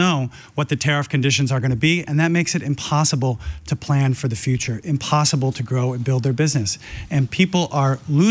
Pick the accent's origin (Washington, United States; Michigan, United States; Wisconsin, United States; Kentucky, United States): Michigan, United States; East Lansing; I mean, I grew up here in East Lansing, going to Spartan Stadium, going to the Breslin Center, and I love college athletics.